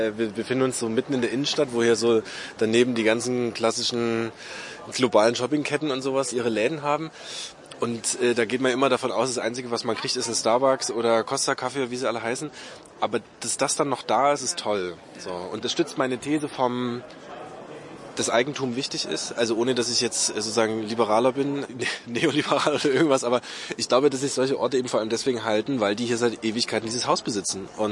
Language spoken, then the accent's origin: German; Görlitz, Saxony, Germany; ich komme aus Görlitz und ich bin in der Oberlausitz aufgewachsen.